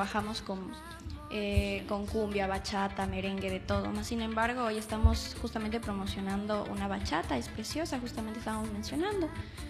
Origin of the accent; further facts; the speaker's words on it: Tena, Napo, Ecuador; Sí, yo soy del Tena.